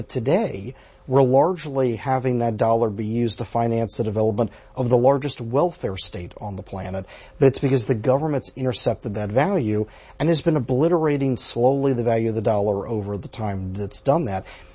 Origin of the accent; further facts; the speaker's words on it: Orlando, Florida, United States; Yeah, first of all, I'm from Orlando, so I always appreciate a caller from there as well.